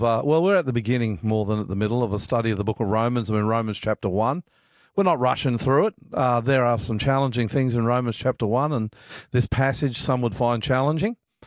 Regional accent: Australia; I'm the Aussie Pastor coming to you today from Northwest Sydney.

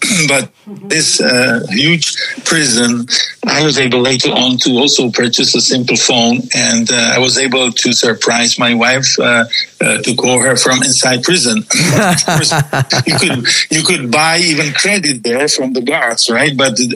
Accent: Czechia; first language Czech; English is a second language; My mother language is Czech

